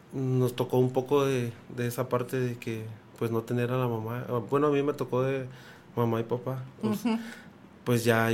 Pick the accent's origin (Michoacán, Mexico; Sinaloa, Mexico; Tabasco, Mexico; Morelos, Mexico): Tabasco, Mexico; moved away as an adult; now in Ciudad Juárez, Mexico